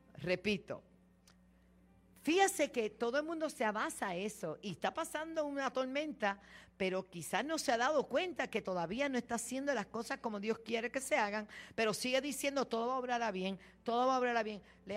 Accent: Puerto Rico; tú sabes, yo soy boricua, para que tú lo sepas.

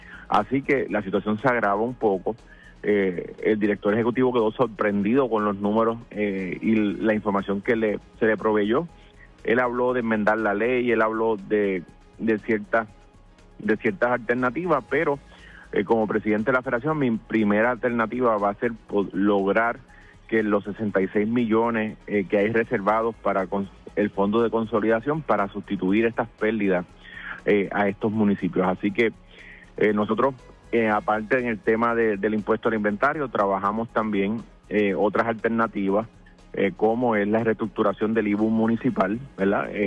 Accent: Puerto Rico

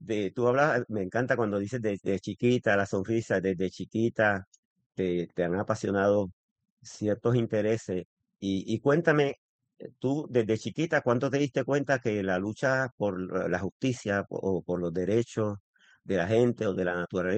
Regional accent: Bayamón, Puerto Rico; fíjate, yo entendería si fueran de Bayamón, porque como yo me crié en Bayamón

